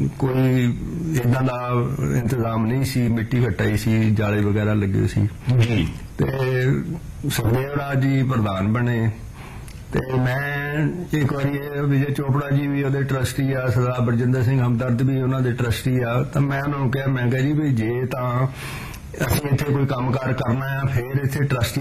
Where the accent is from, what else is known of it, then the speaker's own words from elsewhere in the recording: Punjab, India; moved away as an adult; now in Jalandhar, India; ਸਰਦਾਰ ਭਗਤ ਸਿੰਘ ਵਾਲਾ ਉਹ ਜੀ ਮਹਾਨ ਸ਼ਖਸੀਅਤ ਦਾ ਉਹ ਅਸੀਂ ਬੜੀ ਖੁਸ਼ਕਿਸਮਤ ਆ ਵੀ ਉੱਥੇ ਦੇ ਰਹਿਣ ਵਾਲੇ ਆ